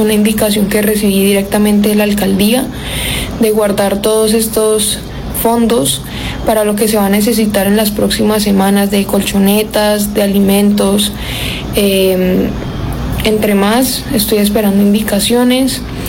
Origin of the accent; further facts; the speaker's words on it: Cali, Valle del Cauca, Colombia; tengo 21 años, soy colombiana, específicamente de Cali, soy caleña.